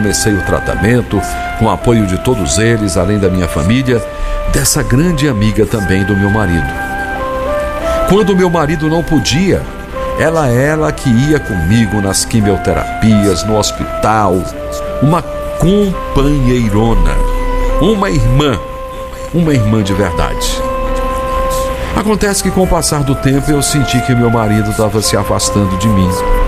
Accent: Paraná, Brazil; now in Goiás, Brazil; Vim do Paraná aqui para Goiás. Aqui começar uma nova vida.

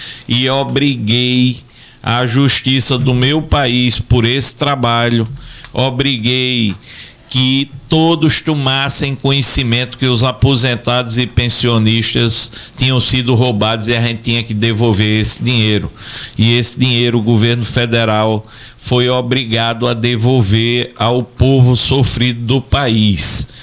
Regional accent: Alagoas, Brazil; eu sou alagoano com orgulho

